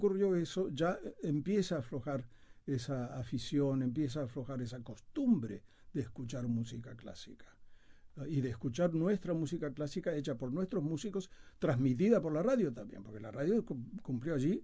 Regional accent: Uruguay; now in United States; soy uruguayo en Estados Unidos

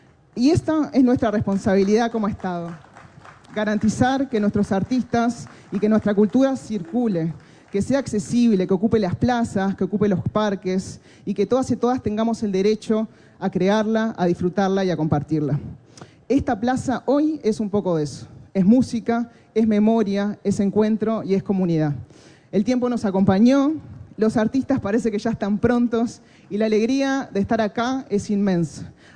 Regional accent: Uruguay

